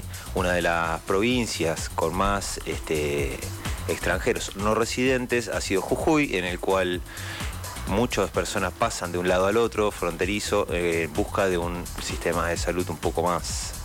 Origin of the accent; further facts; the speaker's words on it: Uruguay; now in Argentina; En mi país, por ejemplo